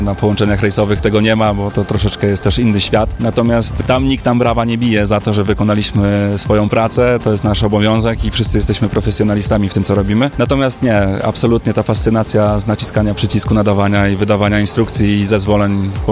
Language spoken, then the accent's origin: Polish; Poznań, Greater Poland Voivodeship, Poland; ja jestem poznaniakiem